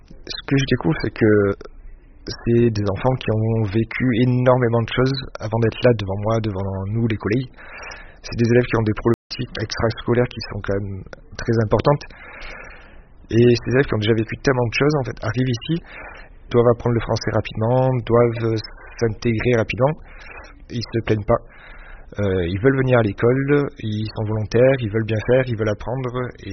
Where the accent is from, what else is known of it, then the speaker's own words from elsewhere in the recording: Digne-les-Bains, Provence-Alpes-Côte d'Azur, France; now in Saint-Denis, France; donc j'ai 29 ans, je suis professeur de PS dans un lycée professionnel à Saint-Denis, donc ça fait maintenant 6 ans que je suis ici. Donc j'ai grandi dans un petit village dans le 04 à Dîle-des-Bains.